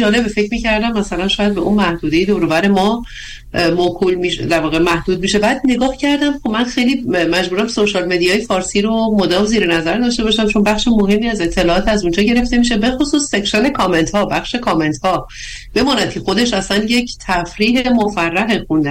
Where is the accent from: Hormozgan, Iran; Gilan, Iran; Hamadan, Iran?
Hormozgan, Iran; Bandar Abbas; born there; moved away as an adult; also born or lived in Tehran; از بندر عباسی که زندگی میکردیم، در واقع فردای روز کنکور دیگه اومدیم کامل از بندر عباس بیرون و مهاجرت کردیم در واقع به یک شهر دیگه